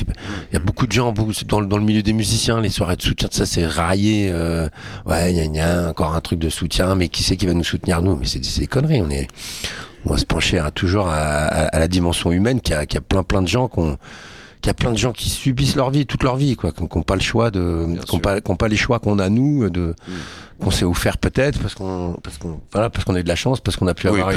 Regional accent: France; On est français. On n'a pas le droit de se dire ça nous concerne pas.

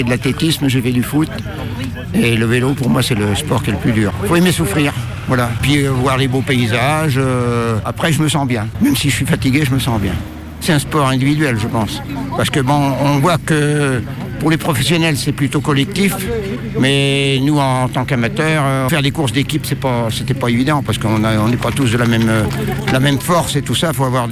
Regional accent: Nouvelle-Aquitaine, France; Oui, oui, oui. Je suis de Charente-Maritime.

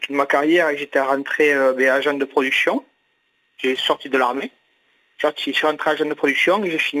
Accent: South-West France, France; accent: south-western; du sud-ouest.

